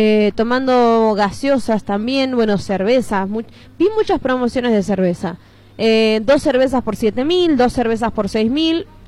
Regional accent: Venado Tuerto, Santa Fe, Argentina; Bueno, somos de Venado Tuerto, provincia de Santa Fe, More.

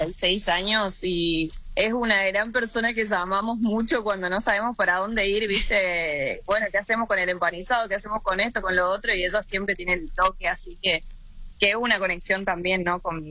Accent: Chaco, Argentina; accent: litoraleña; moved away as an adult; now in Miami, United States; Yo soy del Chaco.

